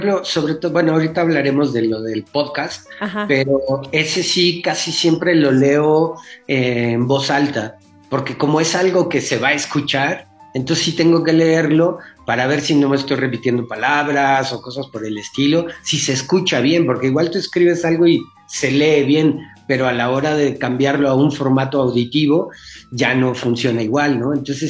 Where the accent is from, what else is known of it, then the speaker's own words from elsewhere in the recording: Mexico; yo vengo de México y soy bien fan